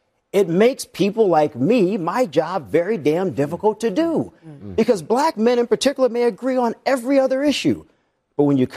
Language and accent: English; the South, United States; And I mean, obviously, I grew up in the South.